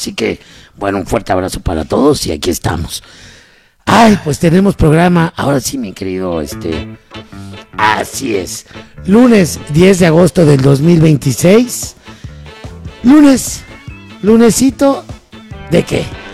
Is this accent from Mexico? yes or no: yes; Mexico; nosotros como mexicanos pues también lo hemos vivido